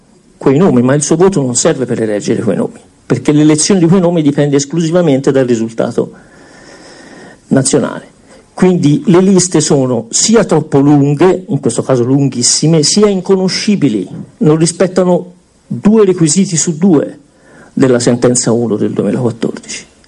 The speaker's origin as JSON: {"language": "Italian", "region": "Tuscany", "country": "Italy", "said": "io sono toscano"}